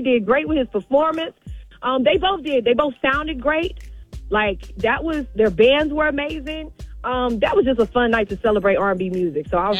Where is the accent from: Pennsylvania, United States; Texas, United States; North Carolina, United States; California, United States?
Texas, United States; Houston; I mean, I wouldn't call it Ratchet. Like, I'm from Houston, so I love